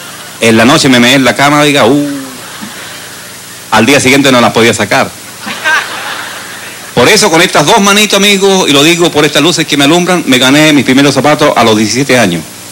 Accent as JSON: {"language": "Spanish", "town": "Temuco", "region": "Araucanía", "country": "Chile", "said": "Pero las mujeres de mi tierra, no de las de Quira, de Quinola, de allá de Temuco."}